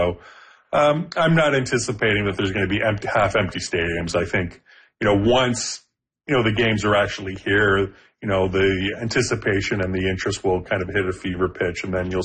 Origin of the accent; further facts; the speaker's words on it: Toronto, Ontario, Canada; the fact that it's in my hometown, I mean, I can walk to BMO Field.